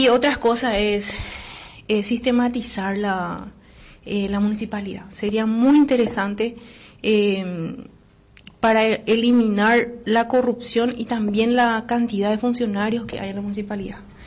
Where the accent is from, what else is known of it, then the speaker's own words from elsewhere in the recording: Luque, Central, Paraguay; Nuestra ciudad de Luque